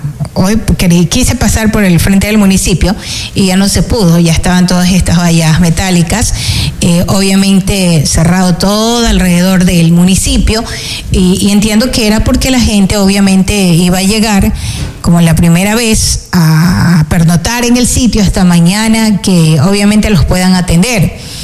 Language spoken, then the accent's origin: Spanish; Ecuador